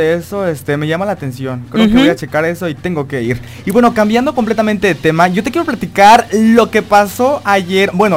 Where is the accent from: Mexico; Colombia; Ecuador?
Mexico; nosotros como mexicanos